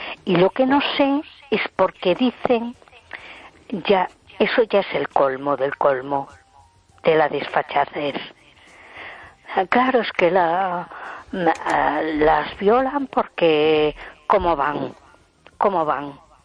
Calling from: A Coruña, Galicia, Spain; de Coruña.

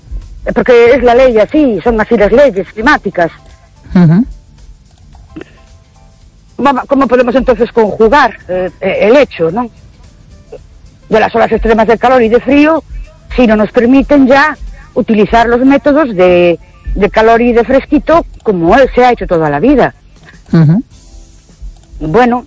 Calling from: Ourense, Galicia, Spain; Buenas noches … de Orense.

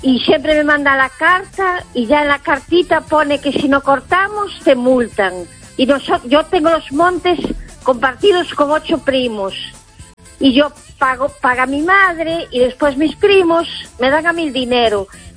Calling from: A Coruña, Galicia, Spain; Hola, Esther. … de La Coruña.

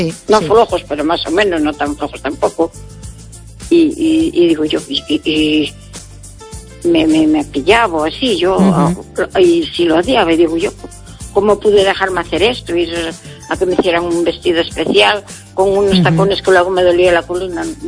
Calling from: Pontevedra, Galicia, Spain; de Pontevedra.

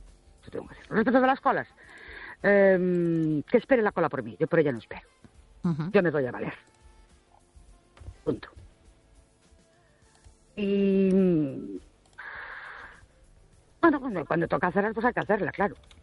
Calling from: Ourense, Galicia, Spain; Buenas noches. … de Ourense.

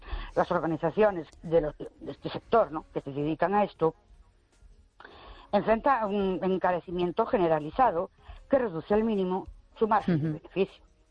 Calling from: Ourense, Galicia, Spain; de Ourense.

